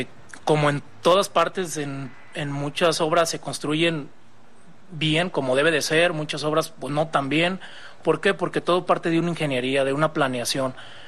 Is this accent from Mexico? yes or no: yes; Ocotlán, Jalisco, Mexico; born there; now in Guadalajara, Mexico; Mi tierra, así es.